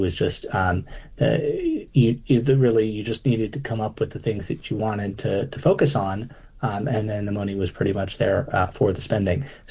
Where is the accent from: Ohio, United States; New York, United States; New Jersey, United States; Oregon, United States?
New York, United States; Take an example from my hometown of New York